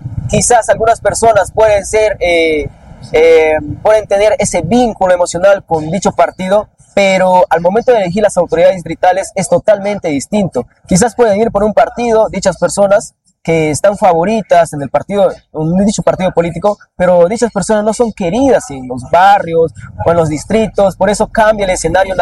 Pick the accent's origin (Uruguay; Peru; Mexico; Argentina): Peru; nosotros como peruanos sabemos que el Perú está dividido.